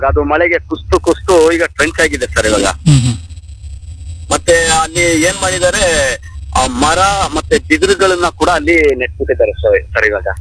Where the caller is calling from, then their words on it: Kebbepura, Karnataka, India; ಕೆಬ್ಬೆಪುರ ಆಡಿ ಸರ್, ನಿಮ್ಮಟ್ಟಿರೆ ಪಂಚಾಯತಿ.